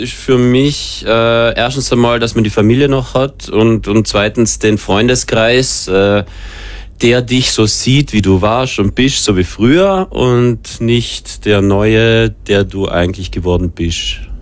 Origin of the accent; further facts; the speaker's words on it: Trentino-Alto Adige, Italy; now in Vienna, Austria; Ja, ja. Logisch, ja.